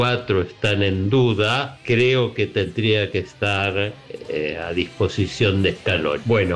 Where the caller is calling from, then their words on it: Avellaneda, Buenos Aires Province, Argentina; Buenas noches, habla … de Avellaneda